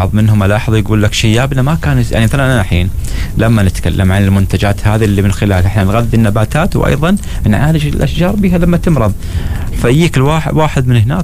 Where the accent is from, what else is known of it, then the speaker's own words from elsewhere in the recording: Oman; احنا حبنا للطبيعه احنا كعمانيين هو الاساس